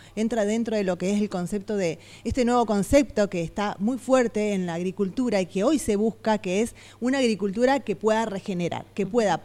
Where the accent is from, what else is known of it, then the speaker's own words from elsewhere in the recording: Argentina; me fui al exterior a estudiar biología molecular cuando recién el concepto empezaba a aparecer, volví a la Argentina siempre apostando a nuestro país